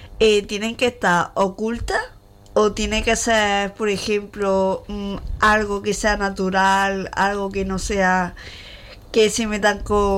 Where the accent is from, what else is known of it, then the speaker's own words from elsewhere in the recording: Russia; now in Spain; yo soy rusa y yo fui adoptada por mis padres, ¿vale?